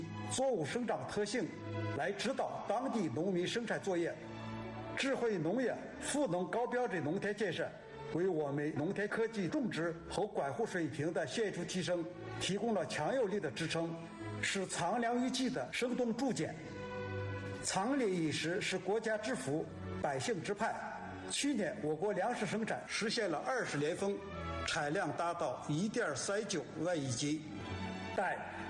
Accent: China; 我们中国人的饭碗端得更稳更牢

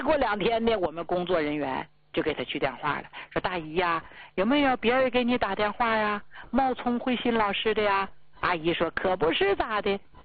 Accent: Northeast China, China; 用咱们东北老家话说

